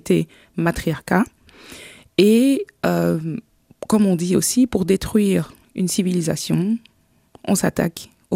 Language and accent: French; Liège, Wallonia, Belgium; also born or lived in Congo; Je suis arrivée ici en Belgique à mes 2 ans, donc ça fait 44 ans.